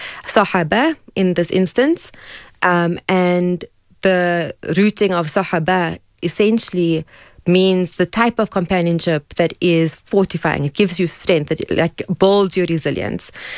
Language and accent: English; Cape Town, Western Cape, South Africa; born or raised there; now in Johannesburg, South Africa